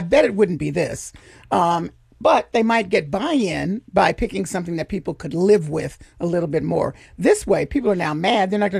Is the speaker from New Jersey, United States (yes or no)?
no; Memphis, Tennessee, United States; I don't care where it is. I'm from Memphis.